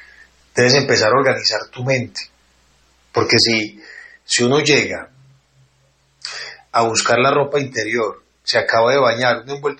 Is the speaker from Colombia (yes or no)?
yes; Colombia